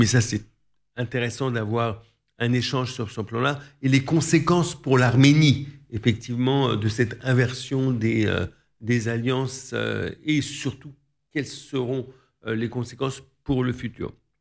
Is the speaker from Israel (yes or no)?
no; France; moi, en tant que Français d'origine arménienne